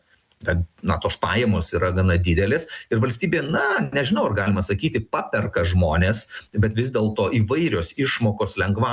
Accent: Pakruojis, Šiauliai County, Lithuania; ar iš kur aš kilęs, aš iš Pakruojo, ar Dirvinių ir Gailiušių

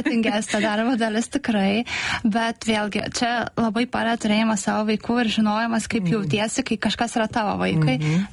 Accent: Kaunas, Kaunas County, Lithuania; Ne, aš irgi augau Kaune, bet baigiau Saulės gimnaziją.

